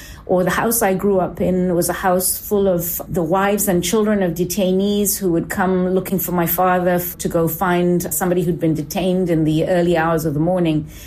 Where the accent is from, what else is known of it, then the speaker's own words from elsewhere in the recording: Kenya; I grew up in Kenya at a time when there was a dictatorship that resulted in people being disappeared, torture, repression, silencing of critics.